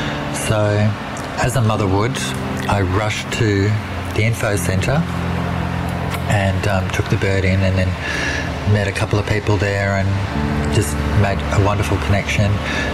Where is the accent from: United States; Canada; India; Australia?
Australia; Victoria; I'm originally from Victoria. I'm a little bit of a gypsy, visionary type personality.